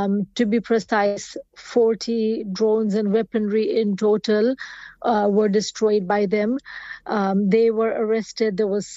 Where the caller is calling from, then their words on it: London, United Kingdom; So I am actually speaking from London, United Kingdom